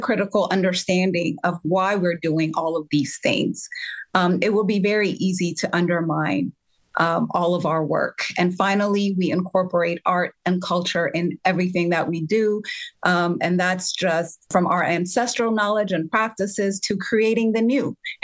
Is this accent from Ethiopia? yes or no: yes; Ethiopia; now in United States; So my family is from Ethiopia, and I grew up in Ethiopia.